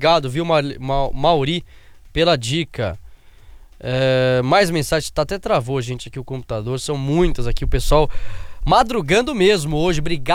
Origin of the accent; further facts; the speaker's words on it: São Paulo, Brazil; tenho 22 anos, sou aqui de São Paulo, zona oeste da capital paulista.